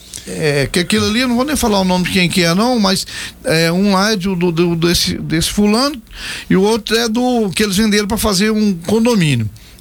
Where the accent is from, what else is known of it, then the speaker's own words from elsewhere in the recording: Paranoá, Federal District, Brazil; quando eu era menino, lá no Paranoá